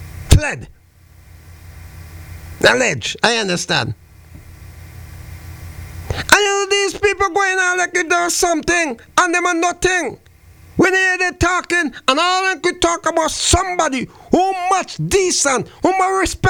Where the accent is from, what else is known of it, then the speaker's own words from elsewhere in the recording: St. Kitts & Nevis; We have one of the, when it comes to inside my hometown, St. Kitts, Nevis, just around the corner, have more crime.